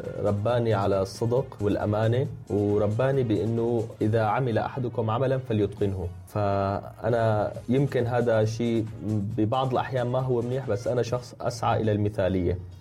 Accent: Syria; now in Turkey

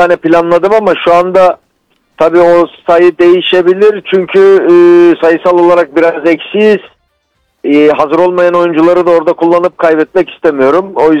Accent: Adana, Turkey; Adana benim memleketim.

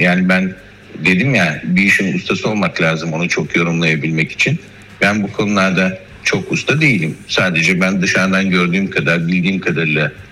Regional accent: Black Sea Region, Turkey; Özellikle ben Karadenizliyim ya.

